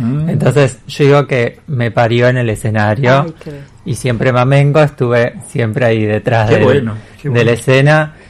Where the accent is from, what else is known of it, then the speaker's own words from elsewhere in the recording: Diamante, Entre Ríos, Argentina; moved away as an adult; now in Santa Fe, Argentina; de adolescente y después me vine a estudiar acá a la escuela de teatro de Santa Fe. Yo soy de Diamante, Entre Ríos.